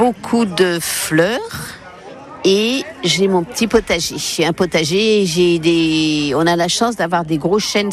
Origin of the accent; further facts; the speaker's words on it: Orbigny, Centre-Val de Loire, France; Non, je suis d'Orbigny, un petit village en haut sur le plateau.